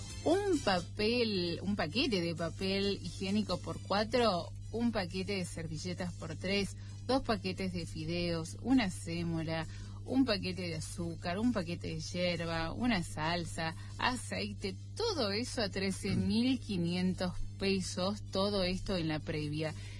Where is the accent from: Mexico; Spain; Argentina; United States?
Argentina; Villa Mercedes, San Luis; Somos de Villa Mercedes.